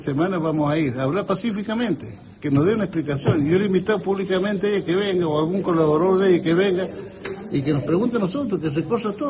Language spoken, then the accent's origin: Spanish; San Juan, Argentina; Yo soy sanjuanino y allá no hay